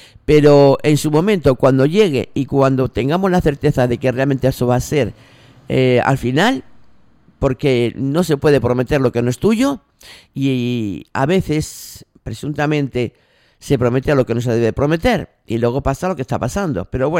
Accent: Canary Islands, Spain; nosotros como archipiélago canario

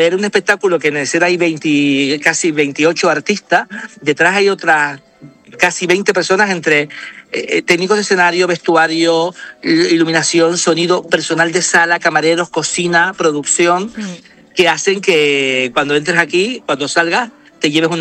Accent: Canary Islands, Spain; esa es la forma de ser del canario, ¿no? Acoger y contar, y en Noma contamos cómo somos y de dónde venimos.

